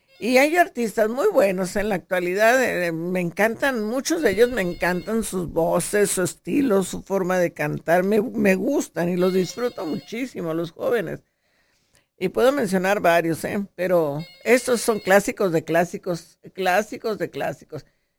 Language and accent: Spanish; Ensenada, Baja California, Mexico; Yo soy ensenadense.